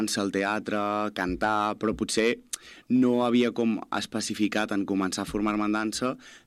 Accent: Castellcir, Catalonia, Spain; now in Barcelona, Spain; visc a Barcelona, però sóc de Castellcir

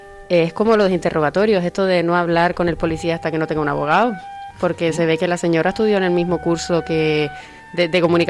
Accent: Canary Islands, Spain; Como canario tengo que agradecer el despliegue de medios.

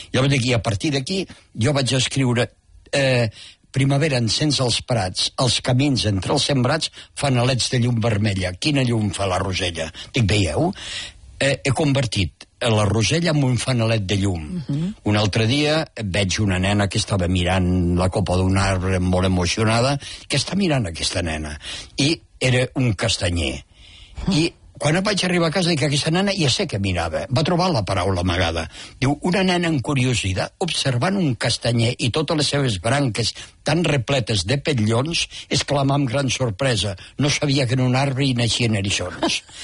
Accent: Peramola, Catalonia, Spain; born there; jo vaig néixer a Peramola.

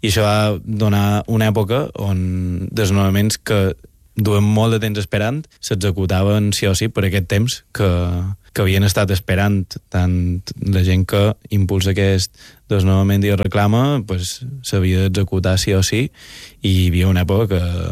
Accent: Mallorca, Balearic Islands, Spain; tots som mallorquins.

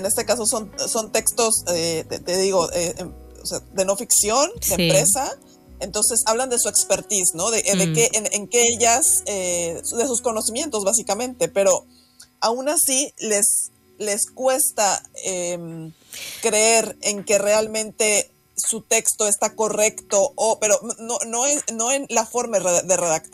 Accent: Mexico; moved away as an adult; now in Barcelona, Spain; yo soy mexicana, llevo 16 años aquí en Barcelona

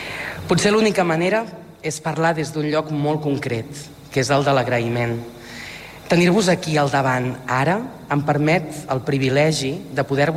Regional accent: Molins de Rei, Catalonia, Spain; born there; Fa 44 anys que vaig néixer a Molins de Rei, a la clínica

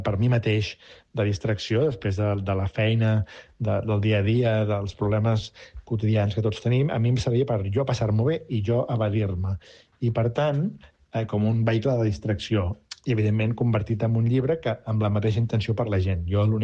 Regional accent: Catalonia, Spain; perquè sóc català

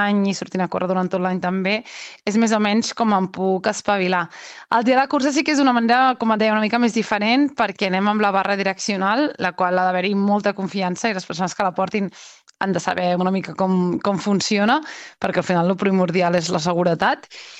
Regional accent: Vilassar de Mar, Catalonia, Spain

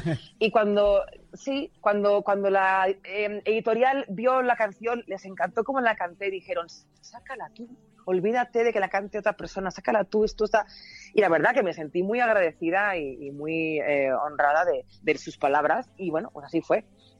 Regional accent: Spain; now in Mexico

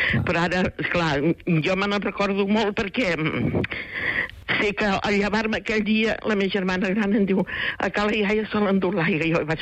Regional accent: Cerdanyola del Vallès, Catalonia, Spain; I jo soc de Cerdanyola, nosaltres vivim a Cerdanyola.

